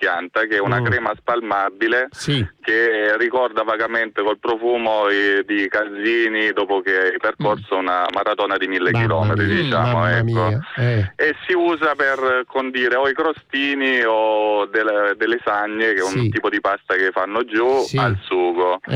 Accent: Apulia, Italy; now in Turin, Italy; io vengo da Torino, ma sono originario della provincia di Lecce

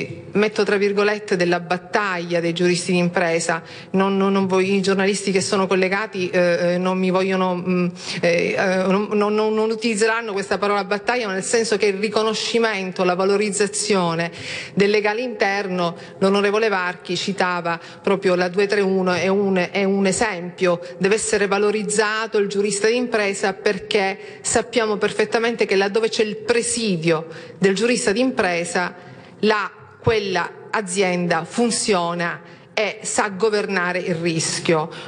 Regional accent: Palermo, Sicily, Italy

